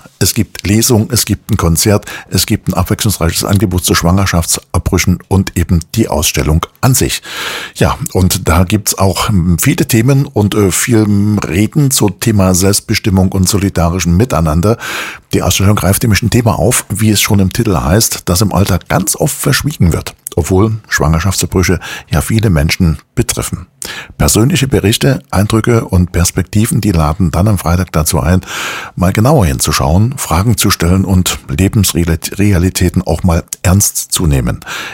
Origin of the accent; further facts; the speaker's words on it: Chemnitz, Saxony, Germany; auch in Chemnitz, meiner Heimatstadt.